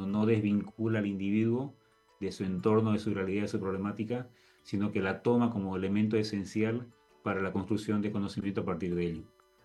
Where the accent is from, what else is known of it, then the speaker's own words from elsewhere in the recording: Bolivia; soy de Bolivia, estoy en la parte más oriental del país, estoy aquí cerca de Brasil realmente, una zona muy cálida, muy linda